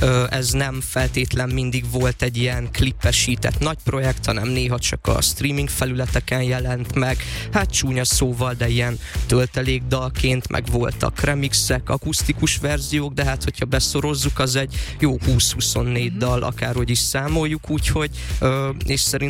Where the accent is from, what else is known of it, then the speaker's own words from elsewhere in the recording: Debrecen, Hajdú-Bihar, Hungary; born there; moved away as an adult; now in Budapest, Hungary; én már a gimnazista éveimet, az egyetemi éveimet is Debrecenbe töltöttem, ami azért az ország második legnagyobb városa, és azért ott is van nyüzsgés